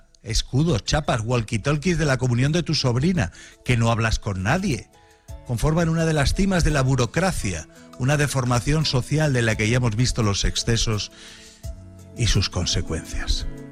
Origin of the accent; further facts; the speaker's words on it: Spain; Como buen español ando siempre al accesorio